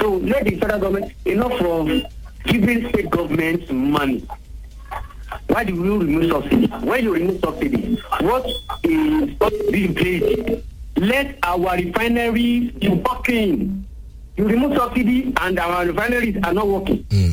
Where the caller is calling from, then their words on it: Apata, Oyo, Nigeria; calling from Apata.